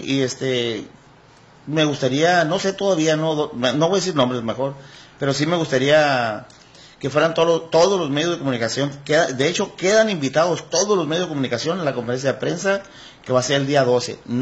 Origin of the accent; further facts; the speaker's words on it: Culiacán, Sinaloa, Mexico; now in Mexicali, Mexico; Yo soy criado en Culiacán, Sinaloa.